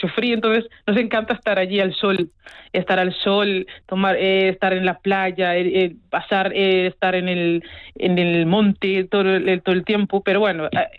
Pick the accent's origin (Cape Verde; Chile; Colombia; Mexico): Cape Verde; now in Burela, Spain; Pero yo, por ejemplo, normalmente nosotros, que somos de allí, cuando vamos, salimos de Burela en autobús, vamos a Portugal, de Portugal cogemos un vuelo aeropuerto a Lisboa, Lisboa a Cabo Verde